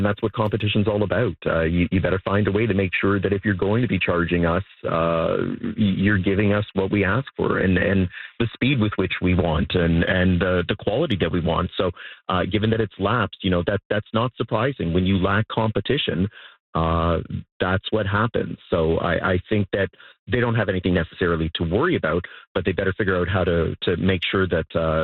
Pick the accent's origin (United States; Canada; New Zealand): Canada